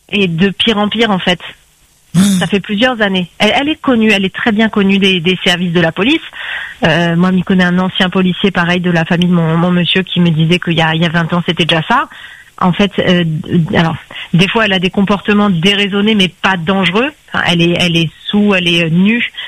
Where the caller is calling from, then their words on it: Saint-Pierre, Réunion; j'habite à Saint-Pierre en centre-ville près du front de mer